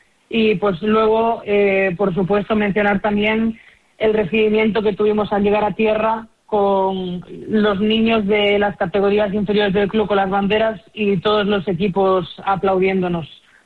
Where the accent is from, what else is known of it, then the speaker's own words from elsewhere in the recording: Cangas, Galicia, Spain; Este año hago un cambio de club y me incorporo pues al club de mi pueblo y donde empecé, y pues voy a empezar la labor de preparadora física y entrenadora en el club de remo de Cangas.